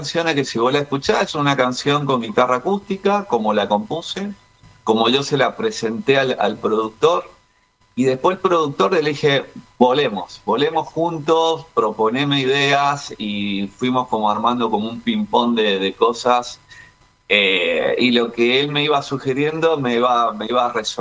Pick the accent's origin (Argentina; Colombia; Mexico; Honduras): Argentina; uno siempre se siente más cercano a Buenos Aires, ¿no? Que es como, nada, es parte de nuestro país, obviamente, pues, por más que estemos lejos en distancias